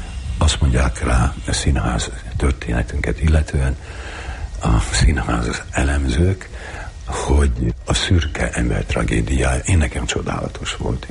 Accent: Hungary; Hát ott nőttem föl. Az ottani kubik gödrökben.

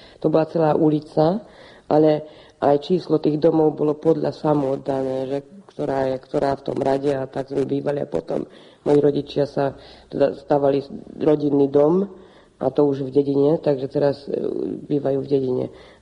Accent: Kečuproň, Hungary; Áno, tak ja pochádzam z Kečuproňu a moji obidva rodičia sú Slováci

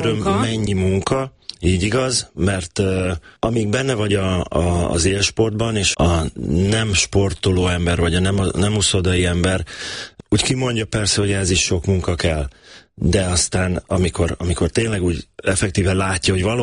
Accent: Szeged, Csongrád-Csanád, Hungary; Igen, én Törzsgyökeres szegedi vagyok, még most is szegedi, vagy én mindig is szegedinek fogom magam vallani. Ott van az alma máterem, ott jártam ki az iskoláimat, gimnáziumig.

